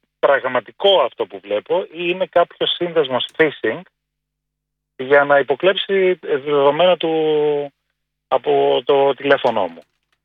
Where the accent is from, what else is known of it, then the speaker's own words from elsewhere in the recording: Thessaloniki, Central Macedonia, Greece; Εγώ είμαι από Θεσσαλονίκη